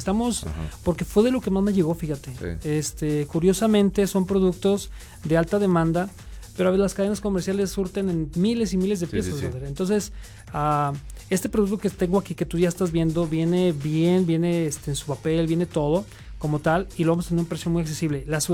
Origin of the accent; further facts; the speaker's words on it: Fresnillo, Zacatecas, Mexico; somos de Fresnillo, amamos Fresnillo y queremos que lo sepan y somos emprendedores de Fresnillo.